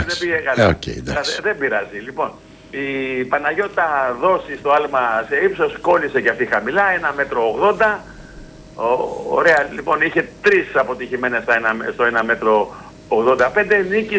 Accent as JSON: {"language": "Greek", "country": "Greece", "said": "είμαστε Ελλαδίτες"}